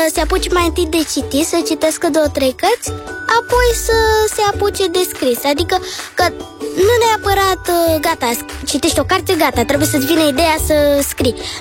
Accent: Bucharest, Romania; am 9 ani și sunt din București.

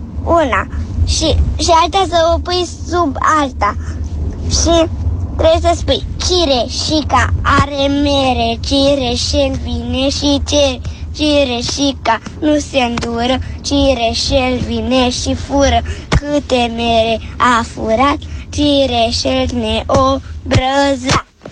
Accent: Cornetu, Ilfov, Romania; Sunt din Cornetu. Am 7 ani și sunt în mașină cu mama.

